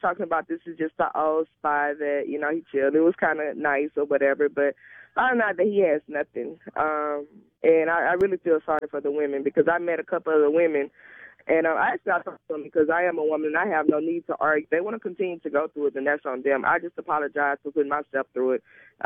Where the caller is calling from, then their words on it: Long Beach, California, United States; I'm calling from Long Beach.